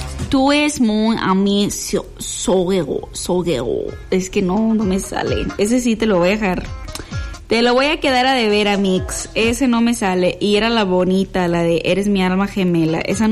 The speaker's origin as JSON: {"language": "Spanish", "town": "Apatzingán", "region": "Michoacán", "country": "Mexico", "said": "Pues no va a sonar japonés porque no soy de Japón. No, soy de Apatzingán."}